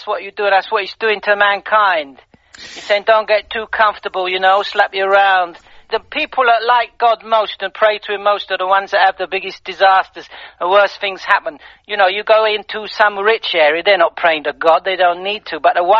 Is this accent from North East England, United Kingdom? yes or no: no; Leatherhead, South East England, United Kingdom; I'm from Leatherhead, all right.